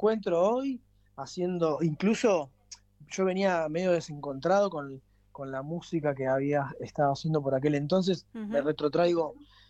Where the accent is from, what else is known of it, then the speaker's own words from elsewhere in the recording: Argentina; primero que todo somos argentinos.